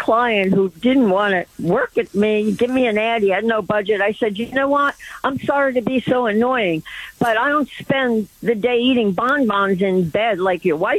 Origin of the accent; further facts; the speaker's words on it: New York City, New York, United States; moved away as an adult; now in Manhattan, United States; We moved to Manhattan from Brooklyn.